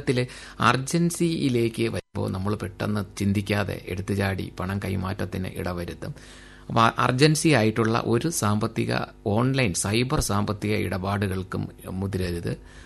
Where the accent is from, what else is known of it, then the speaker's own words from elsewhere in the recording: Kerala, India; നമ്മൾ പ്രത്യേകിച്ച് നമ്മൾ മലയാളികൾ